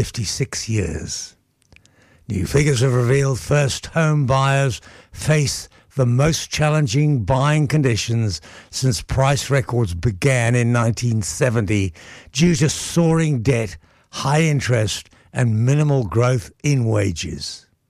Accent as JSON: {"language": "English", "country": "Australia", "said": "We are Australian. And aren't we lucky?"}